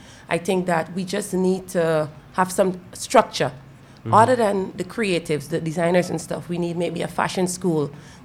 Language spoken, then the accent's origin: English; Guyana; born there; I was born in Guyana